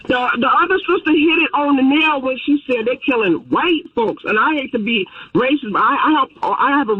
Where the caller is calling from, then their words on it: Michigan, United States; I'm from Michigan.